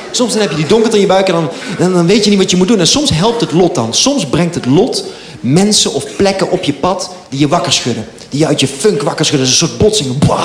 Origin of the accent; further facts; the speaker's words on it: North Brabant, Netherlands; accent: soft G; now in Amsterdam, Netherlands; Want ik ben een Brabander in Amsterdam. Als Brabanders praten, met een zachte G.